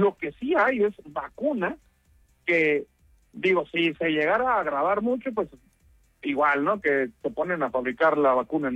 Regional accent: Mexico; Me atrevo a decir, como mexicanos, muy aislados de pues los países afectados de África.

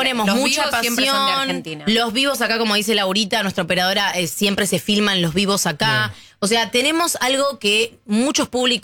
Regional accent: Argentina; La herida es muy grande porque nosotros, como argentinos, somos reconocidos como uno de los mejores públicos del mundo

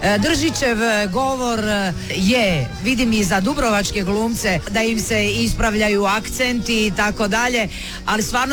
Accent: Split, Split-Dalmatia County, Croatia; Split koji je isto tako božanstven i za mene najljepši, nekako kao da smo odustali od tog splitskog jezika staroga

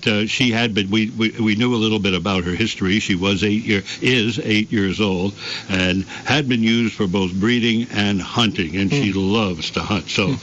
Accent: Bronx, New York, United States; Well, I'm from the Bronx, you know.

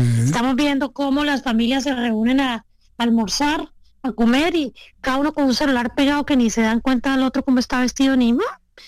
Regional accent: Colombia; En Colombia comemos bocadillo, en todas las regiones de Colombia creo que siempre hay un bocadillito en casa

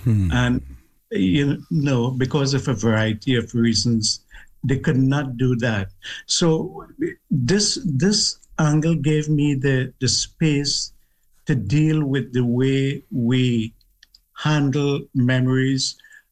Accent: Tablan, South Trinidad, Trinidad & Tobago; I grew up in South Trinidad in a little village called Tablan. And there was an extended, I grew up in a house with an extended family.

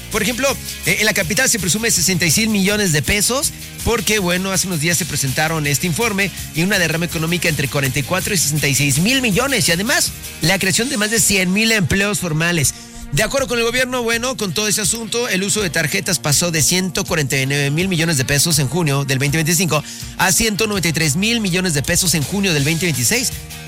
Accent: Mexico; Como mexicanos tratamos chidísimo a la gente que vino a nuestro país.

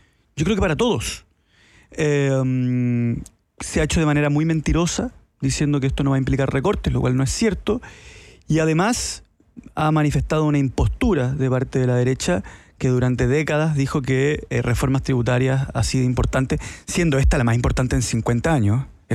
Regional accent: Chile

